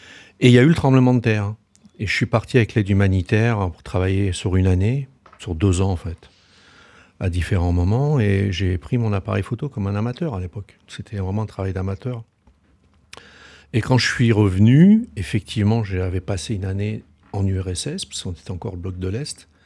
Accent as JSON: {"language": "French", "country": "France", "tie": "born there", "said": "On est né en France, moi je suis né en France"}